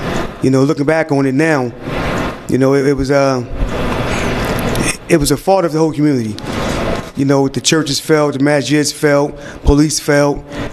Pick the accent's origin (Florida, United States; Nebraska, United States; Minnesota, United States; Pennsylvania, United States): Pennsylvania, United States; Philadelphia; You know, I was from North Philadelphia.